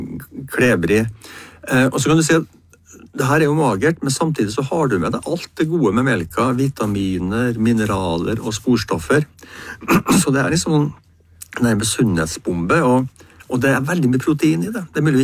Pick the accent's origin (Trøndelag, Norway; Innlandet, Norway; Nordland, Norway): Trøndelag, Norway; now in Eastern Norway; jeg er jo trønder